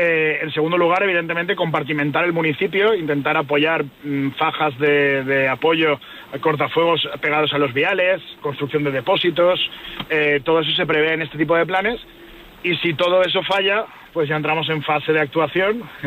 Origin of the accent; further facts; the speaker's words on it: Valencia, Valencian Community, Spain; Pero yo, por ejemplo, soy de Valencia y en mi tierra hay muy poquitas empresas que se dediquen a obra forestal